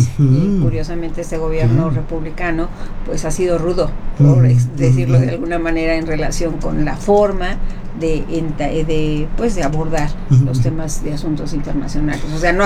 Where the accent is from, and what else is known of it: Mexico